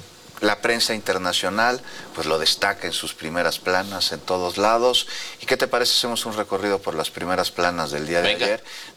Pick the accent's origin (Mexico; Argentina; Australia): Mexico; Pues como imagínate, como mexicano, además tan futbolero